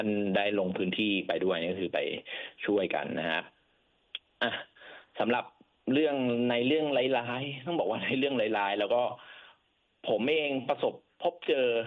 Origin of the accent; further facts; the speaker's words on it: Bangkok, Thailand; ต้องบอกว่าเป็นคนกรุงเทพจริงๆเลยเพราะว่าไม่ได้มีบ้านที่ต่างจังหวัดเกิดที่กรุงเทพ